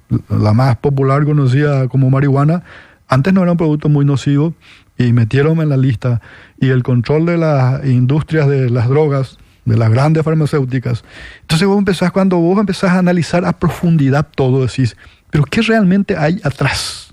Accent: Paraguay; lo que muchos no estamos viendo como paraguayos

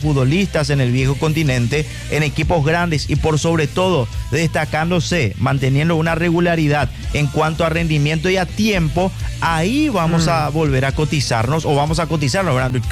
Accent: Paraguay; nos coticemos más como paraguayos.

